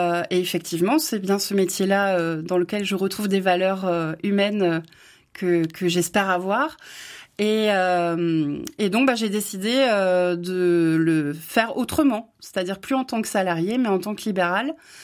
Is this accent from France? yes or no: yes; Brest, Brittany, France; moved away as an adult; now in Charente, France; c'est un prénom breton, parce que je viens de Brest. Je suis arrivée il y a une vingtaine d'années en Charente